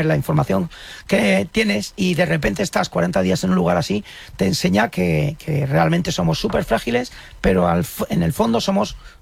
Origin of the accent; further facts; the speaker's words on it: Íscar, Castile and León, Spain; Sí, sí, es un territorio duro. Soy castellano y ahí nos hacemos duros.